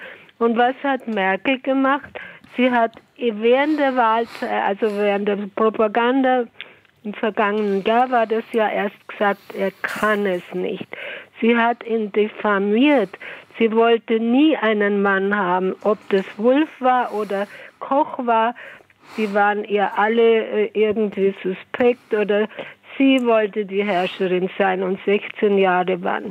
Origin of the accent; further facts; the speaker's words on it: Bavaria, Germany; wie man bei uns in Bayern sagt, abgewatscht